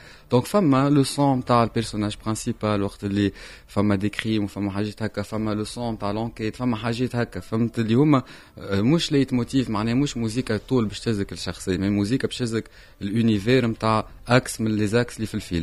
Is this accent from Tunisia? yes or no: yes; Tunisia; ولا كتونسي خاطر فيلم تونسي هذايا وصل للانترناسيونال